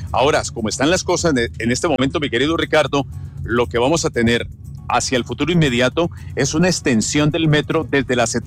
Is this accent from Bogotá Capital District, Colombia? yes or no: yes; Bogotá, Bogotá Capital District, Colombia; que estamos esperando los bogotanos desde hace 80 años